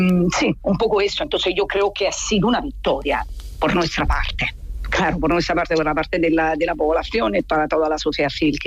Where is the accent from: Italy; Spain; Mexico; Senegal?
Italy; accent: Italian; Spanish is a second language; Como se puede notar de mi acento, yo soy italiana.